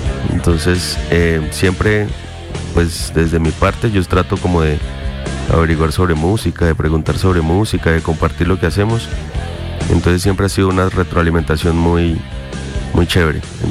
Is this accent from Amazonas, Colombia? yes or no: yes; Leticia, Amazonas, Colombia; born there; yo nací en Leticia, mi madre es brasilera, de un lugar llamado Yutaí, que queda a 2 días en barco desde Leticia, por la Amazonía brasilera. Mi padre es de Leticia.